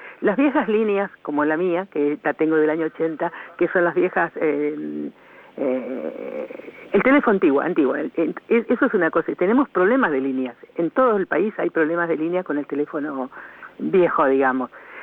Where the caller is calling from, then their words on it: Chascomús, Buenos Aires Province, Argentina; de Chascomús.